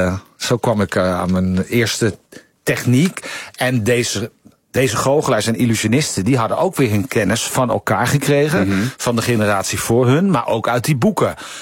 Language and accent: Dutch; Purmerend, North Holland, Netherlands; born there; Ik ben geboren in Purmerend.